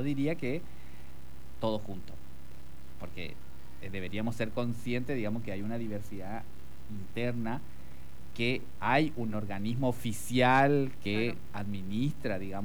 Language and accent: Spanish; Argentina; siendo también argentinos